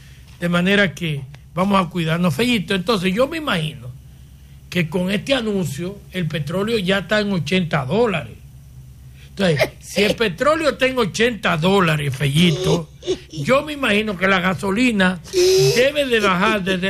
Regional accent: Dominican Republic; yo tengo derecho como dominicano.

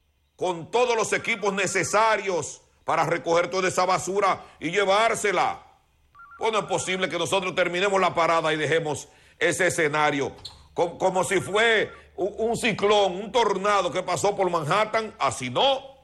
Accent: Dominican Republic; eso es lo que nos representa a nosotros como dominicanos ante el mundo.

